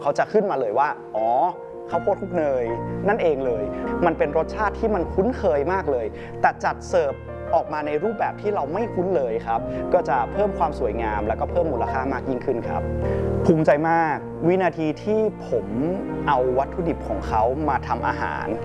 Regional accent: Chiang Mai, Thailand; ผมก็รู้สึกภาคภูมิใจมากที่เราได้เป็นส่วนหนึ่งที่เป็นคนเชียงใหม่โดยแท้จริงและเราเติบโตมาในบ้านเมืองเชียงใหม่

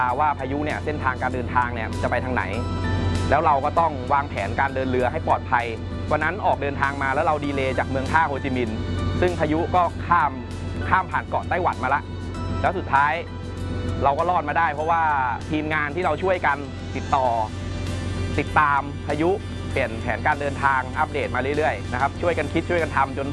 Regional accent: Phitsanulok, Thailand; พื้นเพผมเนี่ยเป็นคนจังหวัดพิษณุโลกศึกษามัธยมจากโรงเรียนพิษณุโลกพิทยาคม

